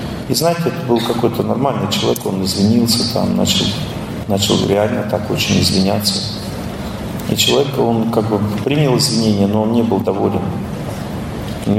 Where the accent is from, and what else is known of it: Russia